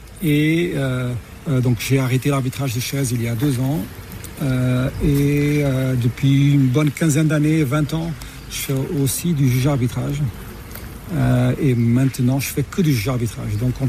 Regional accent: Lisbon, Portugal; moved away as an adult; also born or lived in Mozambique; now in France; oui, je suis portugais d'origine, portugais, pied noir portugais, donc portugais né en Afrique, au Mozambique. Grandi à Lisbonne et je vis en France depuis 1996.

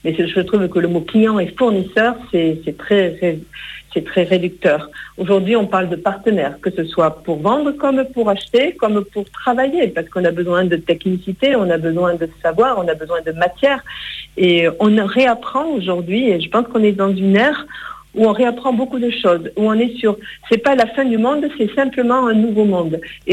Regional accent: Occitanie, France; Nous sommes bien dans les Hautes-Pyrénées et très fiers d'être un Piémont pyrénéen, puisque on est du Piémont

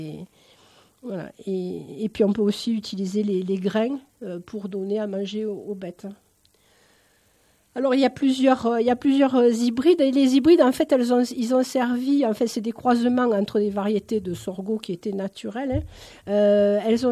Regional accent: Occitanie, France; moi, je suis originaire de la région de Nîmes, donc ceci explique peut-être cela.

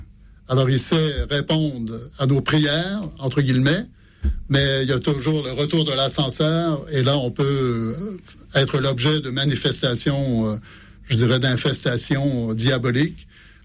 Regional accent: Montreal, Quebec, Canada; moved away as an adult; also born or lived in Rome; now in Fontenay, France; 2001 de quitter le Québec où j'étais en pastoral jeunesse dans l'archidiocèse de Montréal.

